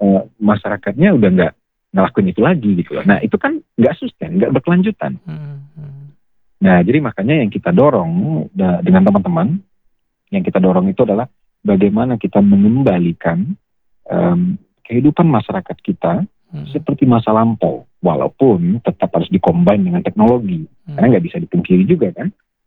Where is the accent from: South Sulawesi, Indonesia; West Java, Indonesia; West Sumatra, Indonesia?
West Sumatra, Indonesia; adat besandi sarak, sarak besandi kita dulu itu memang kayak pedoman hidup kita orang Minang.